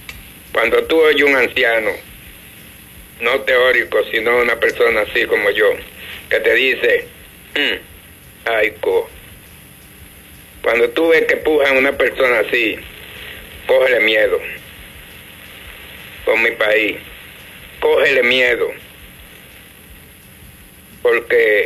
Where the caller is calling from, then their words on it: Dominican Republic; aquí en mi país